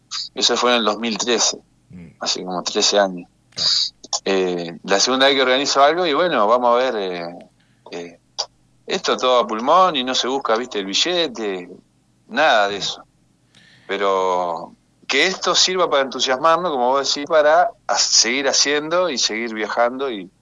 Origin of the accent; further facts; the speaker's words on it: Gualeguaychú, Entre Ríos, Argentina; yo soy de Gualeguaychú, de Entre Ríos